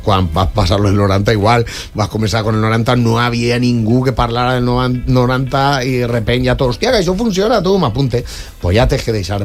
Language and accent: Catalan; Valencia, Valencian Community, Spain; I sí, soc de Torrefiel. Soc més de barriques columpios. Entonces, clar, la manera de ver la vida d'un xic de Torrefiel.